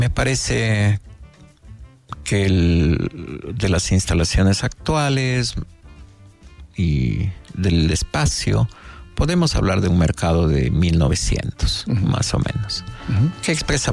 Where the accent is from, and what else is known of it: Ecuador